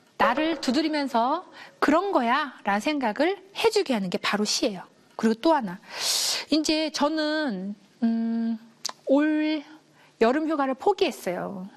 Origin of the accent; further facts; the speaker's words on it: Gongju, South Chungcheong, South Korea; 공주라는 단어였어요. 거기가 제 고향이거든요.